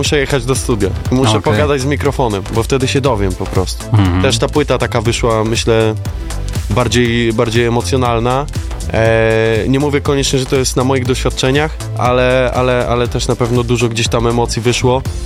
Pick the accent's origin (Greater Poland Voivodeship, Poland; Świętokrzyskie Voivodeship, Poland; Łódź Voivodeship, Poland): Łódź Voivodeship, Poland; Łódź; ale jestem bardzo dumny z tego, że jestem z Łodzi.